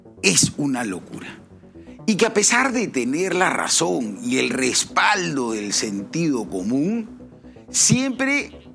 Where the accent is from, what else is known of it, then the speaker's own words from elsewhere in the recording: Peru; nuestras posibilidades como peruanos